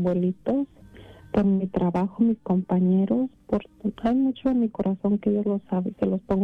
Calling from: Chicago, Illinois, United States; de Chicago.

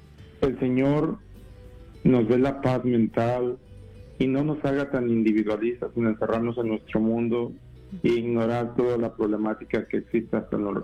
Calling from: Houston, Texas, United States; hablo de Houston.

